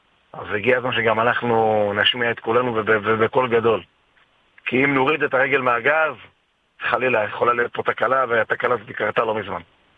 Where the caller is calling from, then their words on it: Nahariya, Northern District, Israel; אני אגב מנהריה, אני תושב הצפון